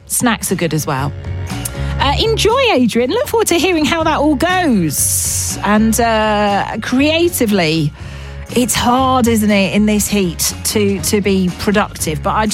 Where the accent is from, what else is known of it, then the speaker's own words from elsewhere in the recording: England, United Kingdom; accent: southern; I am from the south, so a lot of the things I say are in southern parlance.